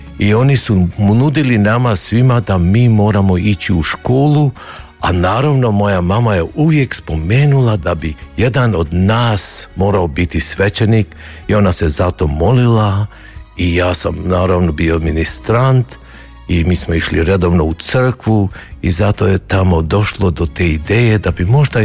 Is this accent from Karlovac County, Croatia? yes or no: yes; Podbrežje, Karlovac County, Croatia; now in Toronto, Canada; Ja sam rođen u Podbrežju, blizu Ozlja i ja imam 4 brata, 4 sestre i divnu obitelj